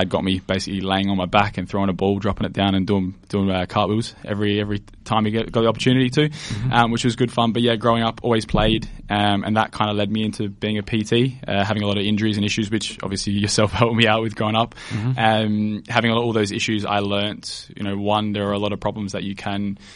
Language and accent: English; Adelaide, South Australia, Australia; born there; Both parents were born here in Adelaide. Obviously, I was born here in Adelaide as well. Mm-hmm. Unfortunately, don't speak Italian very well. I understand it somewhat, which is helpful.